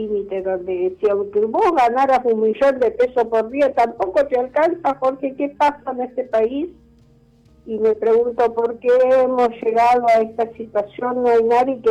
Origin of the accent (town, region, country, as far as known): Ezeiza, Buenos Aires Province, Argentina